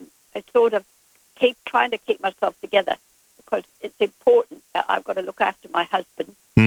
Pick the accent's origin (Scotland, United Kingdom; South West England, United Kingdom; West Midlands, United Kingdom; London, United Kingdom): South West England, United Kingdom; Mells; born there; moved away; I come from a very, very special place called Mel. I was born in Mells in Somerset.